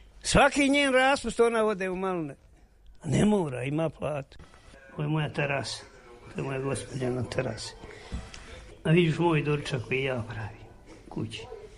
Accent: Konjic, Federation of Bosnia and Herzegovina, Bosnia & Herzegovina; now in Višegrad, Bosnia and Herzegovina; dolazim iz Konjica. Trenutno živim sad u Višegradu.

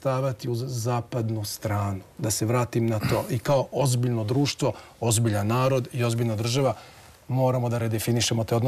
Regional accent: Serbia; I to vam kažem kao pravnik, a ne kao Srbin i kao građanin ove zemlje.

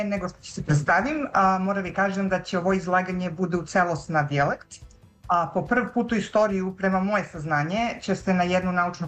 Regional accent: Niš, Nišava District, Serbia; now in United States; Rođena sam u Niš, gde sam živela do pre 10 godine, kad sam se sa porodicu preselila u Sjedinjene Američke Države, gde i dan danas rabotim i živim.

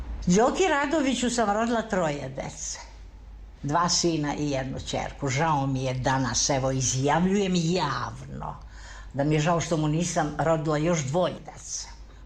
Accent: Kragujevac, Šumadija, Serbia; born there; Ja sam rođena u Kragujevcu, u naselju koje se zove Sušica, kod moga dede i babe, 40. godine.

